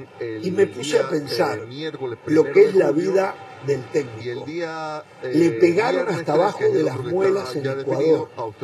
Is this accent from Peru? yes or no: no; Uruguay; Entonces, la realidad es que en la previa soy uruguayo